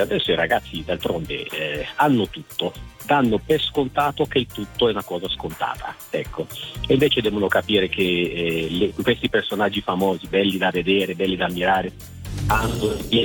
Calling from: Lombardy, Italy; io chiamo dalla Snigo, paese della provincia di Como, in sì. Alta Vallassino, paesino delle montagne, 460 abitanti.

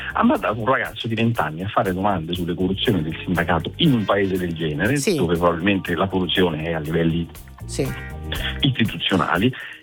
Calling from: Senigallia, Marche, Italy; Chiamo da Senigallia, Ancona.

